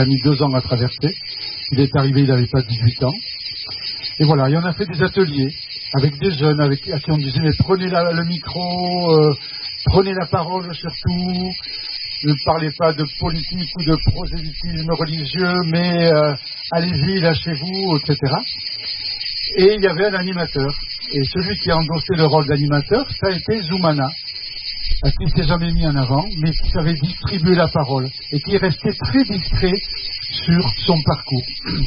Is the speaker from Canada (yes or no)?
no; Spain; Voilà, et moi, je viens de, d'Espagne.